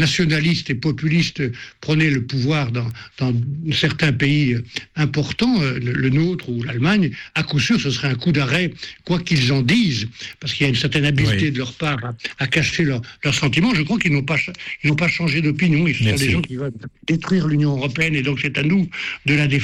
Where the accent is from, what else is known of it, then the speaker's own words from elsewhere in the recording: France; chez nous, en France